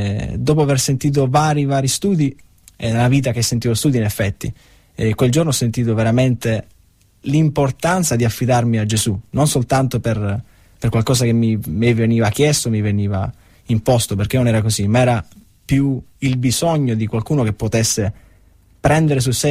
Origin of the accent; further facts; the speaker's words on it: Villafranca Tirrena, Sicily, Italy; moved away as an adult; also born or lived in Messina; now in Perugia, Italy; io sono di Messina, quindi sono nato a Messina e sono cresciuto in un paese vicino Messina, un piccolo paese, Villa Franca Tirrena, al quale sono molto attaccato, però non vivo più lì purtroppo, adesso vivo a Perugia.